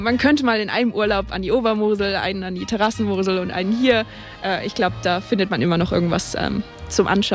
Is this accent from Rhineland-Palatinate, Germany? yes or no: yes; Traben-Trarbach, Rhineland-Palatinate, Germany; Ich bin ja befangen, also ich komme von hier. Ich komme aus Traben-Trarbach und ich glaube, ich würde mich nirgendwo anders niederlassen, sage ich mal.